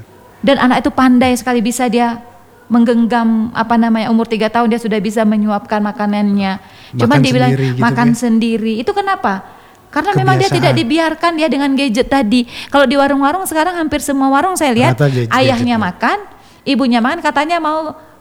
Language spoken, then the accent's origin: Indonesian; Takengon, Aceh, Indonesia; saya tuh besar di kecilnya di Takengon, dan saya melihat keluarga saya tuh pandai-pandai pedih bicara bahasa Gayo.